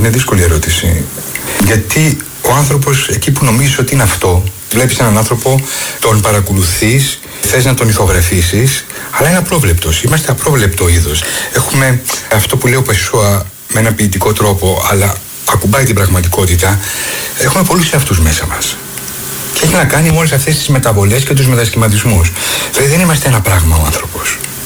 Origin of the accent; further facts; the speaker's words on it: Rhodes, South Aegean, Greece; born there; Γεννήθηκα στη Ρόδο εκ παραδρομής.